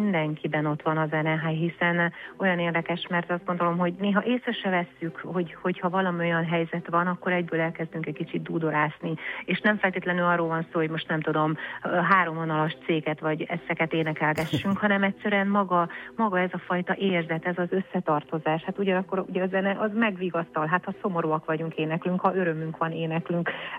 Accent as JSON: {"language": "Hungarian", "region": "Székely Land", "country": "Romania", "tie": "born or raised there", "moved": "yes", "said": "és mi annak idején ugye gyerekként otthon Székelyföldön, mi állandóan énekeltünk."}